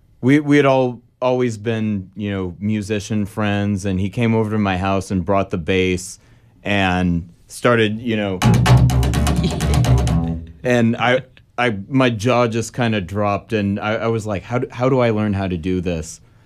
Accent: San Jose, California, United States; San Jose, California.

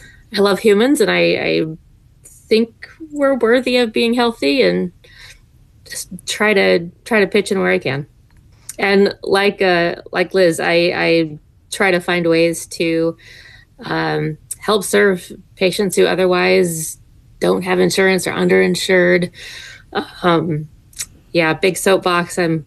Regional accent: Anchorage, Alaska, United States; I grew up in Anchorage without insurance.

